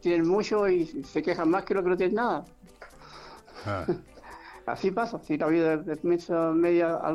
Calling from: San Javier, Maule, Chile

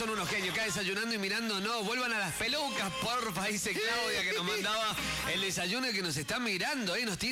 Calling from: Buenos Aires, Argentina; Hola, chicos. … los veo desde Buenos Aires.

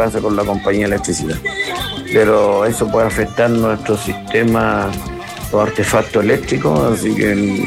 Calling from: Chile; Soy de Parque Nacional Río Viejo.

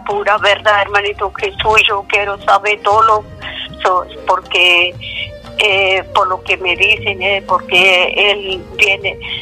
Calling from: Calbuco, Los Lagos, Chile; De Calbuco, la isla Poluqui.

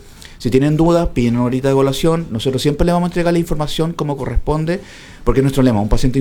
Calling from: Chile; nosotros somos chilenos

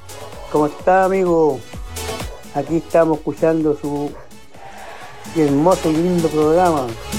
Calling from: Temuco, Araucanía, Chile; ¿Para qué somos de Temuco?

